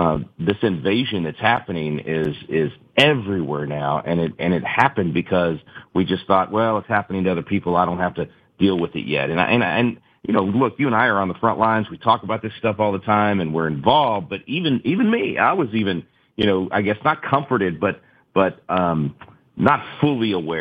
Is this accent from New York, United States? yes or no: no; Dallas, Texas, United States; where I grew up in the Dallas-Fort Worth area, my old high school is one of the ones that's been highlighted